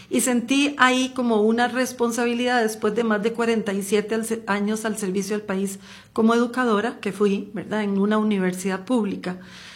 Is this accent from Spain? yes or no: no; Cuba; moved away; salimos un día como el viernes pasado, un 23 de julio del año 62, salimos de Cuba porque precisamente en Cuba no había democracia